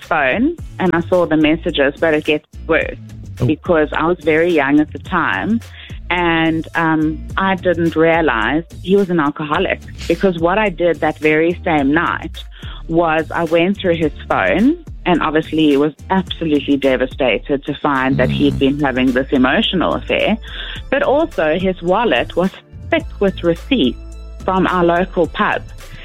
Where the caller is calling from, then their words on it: Johannesburg, Gauteng, South Africa; I'm listening from 4A's Johannesburg.